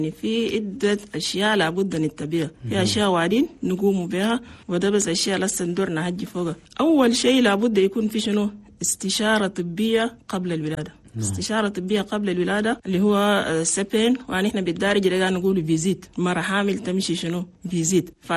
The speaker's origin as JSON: {"language": "Arabic", "country": "Chad", "said": "لأننا نحن عندنا في تشاد نسبة موت عن الأمهات اللي بموتوا في ولودها كتير مرة واحد"}